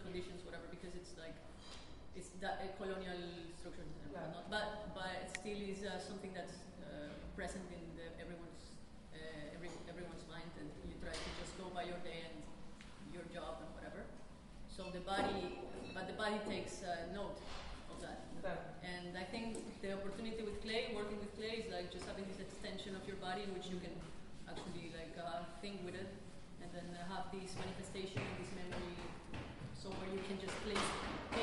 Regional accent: Ecuador; I'm from Ecuador, and both of my friends are from Ecuador as well.

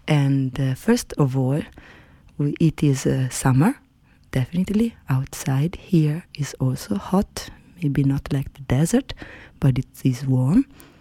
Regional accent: Italy; English is a second language; And we would have sung together a couple of songs in Italian, because we are both from Italy.

